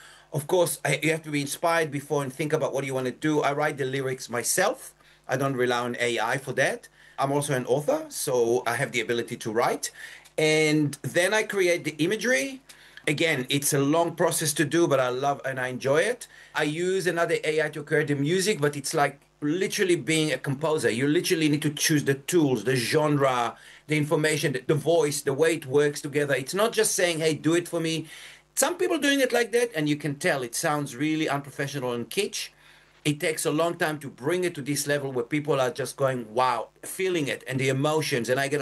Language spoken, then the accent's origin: English; Yad Mordechai, Southern District, Israel; And I remembered something when I was growing up in Kibbutz Yad Mordechai.